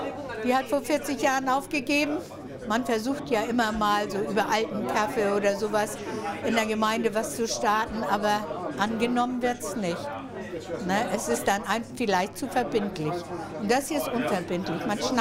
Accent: Schleswig-Holstein, Germany; Und ich bin ja hier geboren in dem Haus, ne? Bin hier aufgewachsen. Ich habe in Lensahn meine Lehre gemacht, war immer hier. Und ich möchte auch gar nicht irgendwo anders hin.

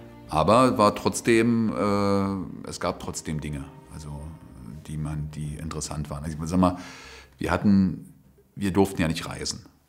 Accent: Rangsdorf, Brandenburg, Germany; also born or lived in Zossen; Ich bin geboren in Zossen, das ist ein Örtchen in Brandenburg, bin aber die ganze Zeit in Rangsdorf zu Hause gewesen. Also meine Eltern wohnten dort.

